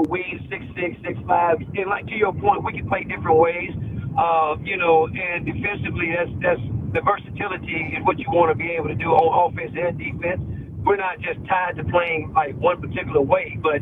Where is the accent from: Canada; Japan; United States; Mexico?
United States; Waco, Texas; I'm from Waco, Texas, where Baylor University is at.